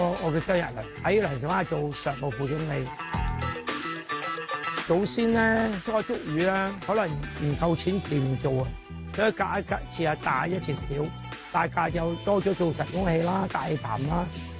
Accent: Sai Kung, New Territories, Hong Kong; 人手我哋都嚟自本灣嘅年輕人

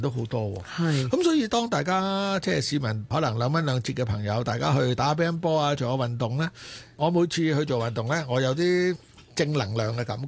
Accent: Hong Kong

